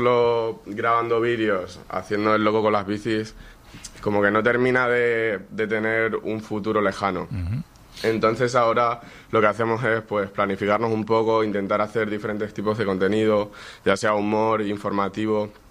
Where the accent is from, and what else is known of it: Canary Islands, Spain